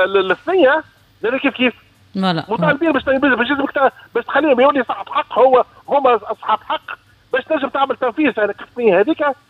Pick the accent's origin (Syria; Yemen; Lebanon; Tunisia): Tunisia; نحن كتابع تونسي